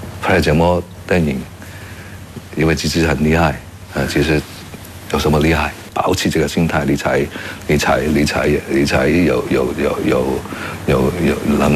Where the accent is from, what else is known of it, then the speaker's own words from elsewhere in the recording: China; 但是最终我会回来拍戏，就因为我是中国人的。